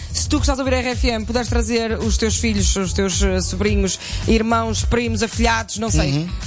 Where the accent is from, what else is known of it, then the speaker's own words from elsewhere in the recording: Guimarães, Norte, Portugal; Quem é de outras zonas do país, como eu, que sou de Guimarães, eu nunca tive a oportunidade de vir aqui.